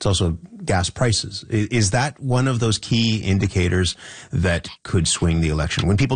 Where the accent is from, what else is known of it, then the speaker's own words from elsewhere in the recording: Canada; Can I ask you, just as a Canadian